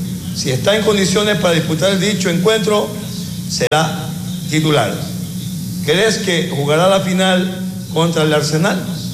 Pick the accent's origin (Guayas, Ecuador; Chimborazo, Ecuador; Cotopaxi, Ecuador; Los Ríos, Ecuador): Los Ríos, Ecuador; Ventanas; Yo soy de acá, de Los Ángeles de Ventana, pero mis abuelos fueron de allá, pues, y se vinieron para acá a la provincia de Los Ríos. Y ya aquí nosotros ya estamos, pues, pero … de allá, de familia de El Carmen, Canuto, por allá.